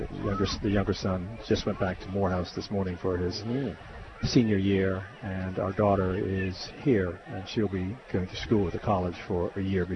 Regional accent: Cooks Hill, Bermuda; Especially when I'm from Cooks Hill, so.

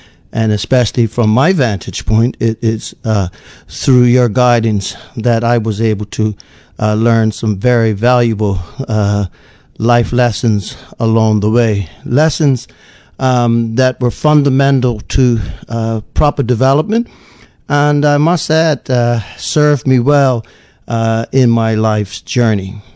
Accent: Bermuda; You took very practical, necessary personal hygiene cleansing baths growing up in Bermuda.

